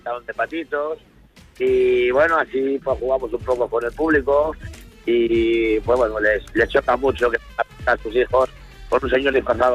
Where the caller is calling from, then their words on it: Málaga, Andalusia, Spain; Yo vivo en Málaga